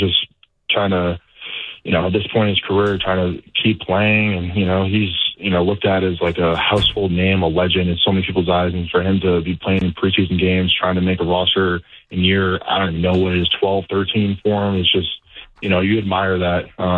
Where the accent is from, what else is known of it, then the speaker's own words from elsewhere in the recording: Massachusetts, United States; now in New Jersey, United States; And now, honestly, I've been loving Jersey. I'm from Massachusetts, so it's only a couple of hours from where I'm from